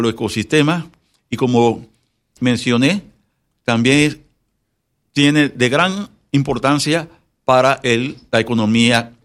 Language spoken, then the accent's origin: Spanish; Panama